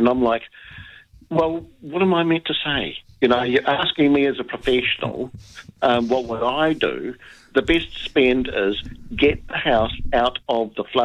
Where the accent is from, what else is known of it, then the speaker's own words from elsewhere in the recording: Christchurch, Canterbury, New Zealand; and I'm originally from Christchurch